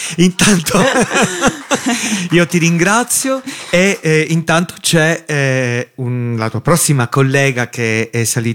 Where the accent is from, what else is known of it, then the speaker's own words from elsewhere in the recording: Sicily, Italy; Sono siciliano